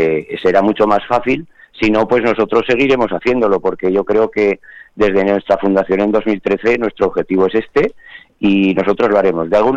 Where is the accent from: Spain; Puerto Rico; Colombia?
Spain; Huesca, Aragon; somos de Huesca.